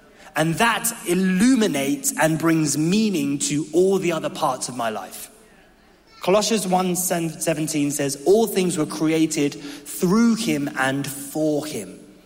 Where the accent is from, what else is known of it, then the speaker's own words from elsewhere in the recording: United Kingdom; before I am British and Ghanaian